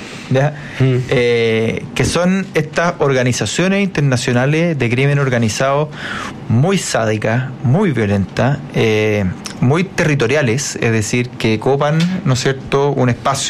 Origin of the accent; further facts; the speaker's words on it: Chile; esto yo en mi país no lo voy a aguantar.